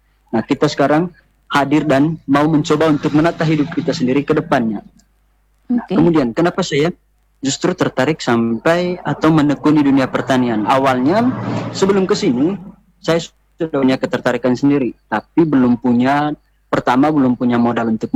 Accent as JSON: {"language": "Indonesian", "region": "East Nusa Tenggara", "country": "Indonesia", "tie": "born or raised there", "said": "Kalau dari Manggarai Timur sendiri, rata-rata yang di kampung saya ya, di Manggarai Timur di kampung saya itu rata-rata ke Kalimantan, kerja di kebun sawit."}